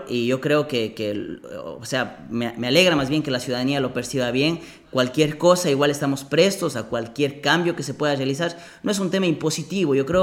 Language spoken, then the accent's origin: Spanish; Sucúa, Morona Santiago, Ecuador; Nosotros somos Sucúa, paraíso de la Amazonía, no paraíso amazónico, paraíso de la Amazonía, una ciudad muy bonita